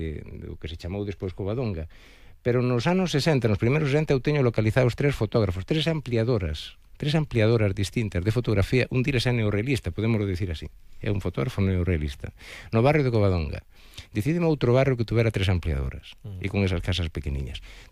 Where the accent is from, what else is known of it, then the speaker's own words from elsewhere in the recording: Eiroas, Galicia, Spain; Cando eu era neno, eu son das Eiroas.